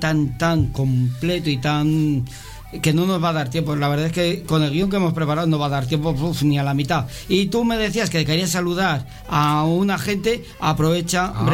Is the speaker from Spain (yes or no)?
yes; Colindres, Cantabria, Spain; born or raised there